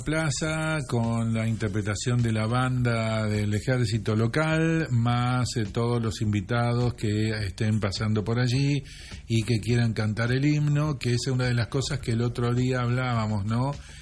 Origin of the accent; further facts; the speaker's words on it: Argentina; me siento más argentino que nunca.